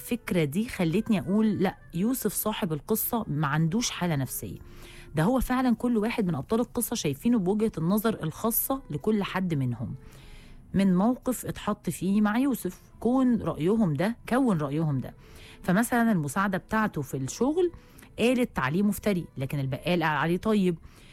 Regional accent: Alexandria, Alexandria Governorate, Egypt; من اسكندريه.

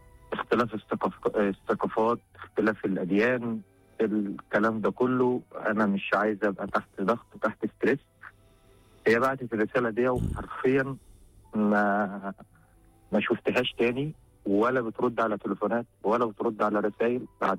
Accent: Egypt; في الاول هي كانت متوترة عشان انا مصري وهي كانت يونانية، فبعد كده قدرنا نتجاوز النقطة دي.

